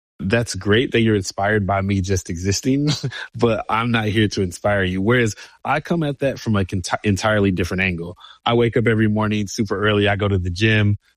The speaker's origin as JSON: {"language": "English", "town": "Detroit", "region": "Michigan", "country": "United States", "tie": "born or raised there", "said": "I grew up in the Bad Boys Pistons era in Detroit, and there was a lot of basketball courts around."}